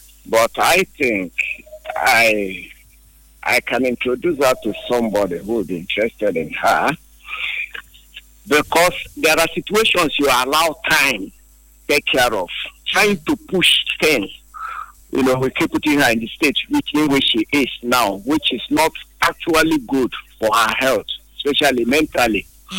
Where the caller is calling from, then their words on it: Port Harcourt, Rivers, Nigeria; from Port Harcourt.